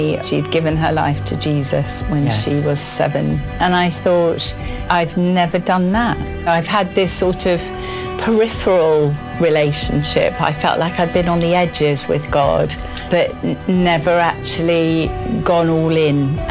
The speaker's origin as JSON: {"language": "English", "town": "Wimbledon", "region": "London", "country": "United Kingdom", "tie": "born or raised there", "also_born_or_lived": "New York State, United States", "said": "Well, I grew up in Wimbledon until I was 12, actually. So I didn't have all my childhood in Wimbledon. And then we moved to the US."}